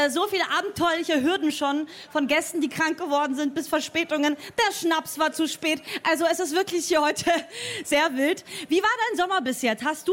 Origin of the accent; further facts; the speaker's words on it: Austria; also born or lived in Bulgaria; Ich bin ja aus Österreich.